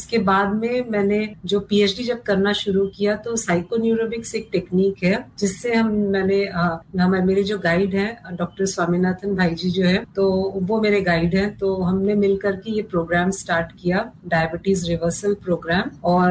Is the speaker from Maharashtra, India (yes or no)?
yes; Mumbai, Maharashtra, India; मैं मुंबई की रहने वाली हूँ